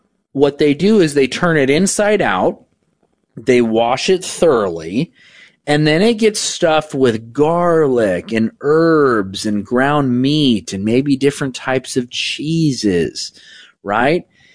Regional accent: California, United States; moved away; I come from California, it's surfer talk.

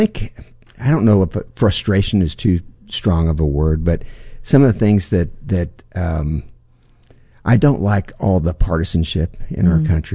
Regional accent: United States

